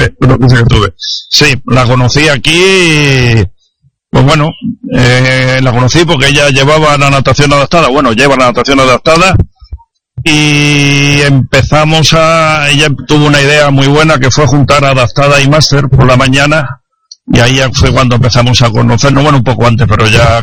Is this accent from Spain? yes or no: yes; Málaga, Andalusia, Spain; moved away as an adult; also born or lived in Zaragoza; now in Las Palmas de Gran Canaria, Spain; Y soy malagueño